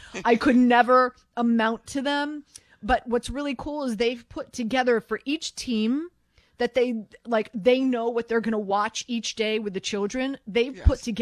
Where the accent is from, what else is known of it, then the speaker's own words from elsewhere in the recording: Miami, Florida, United States; Well, I'm born and raised in Miami. You didn't pick up y'all in Miami.